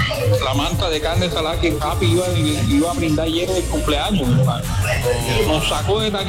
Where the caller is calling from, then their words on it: Montería, Córdoba, Colombia; Yo escucho Olímpica Estéreo en Montería.